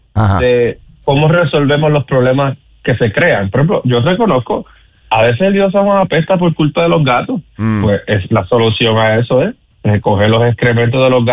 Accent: San Juan, Puerto Rico; Yo nací y me crié en el viejo San Juan

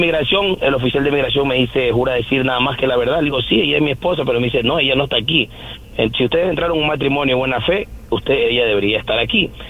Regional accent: Coast, Ecuador; Mi esposa es dominicana, ¿verdad? Yo soy ecuatoriano. Nosotros nos conocimos acá, yo tengo 20 años viniendo con visa de turista

